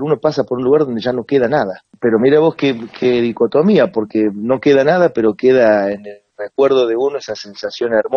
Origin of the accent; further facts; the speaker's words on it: Córdoba, Argentina; now in Buenos Aires, Argentina; yo vine de Córdoba a vivir a Buenos Aires en el año 82. Y yo volvía todos los veranos a Córdoba a visitar a mi viejo, que había quedado allá.